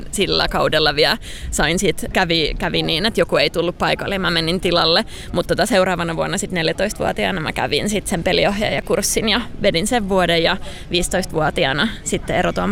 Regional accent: Salo, Southwest Finland, Finland; Mä oon Salosta kotoisin

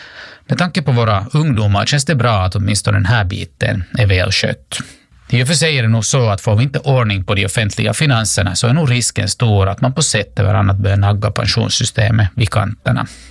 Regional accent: Finland; att stanna här hemma i Finland och studera vid Hanken.

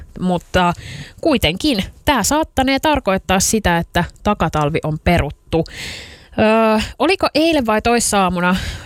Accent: Lahti, Päijät-Häme, Finland; also born or lived in Turku; now in Helsinki, Finland; mä oon Lahdesta kotoisin

